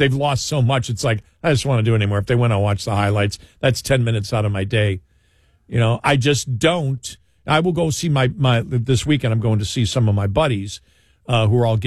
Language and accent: English; Buffalo, New York, United States; born or raised there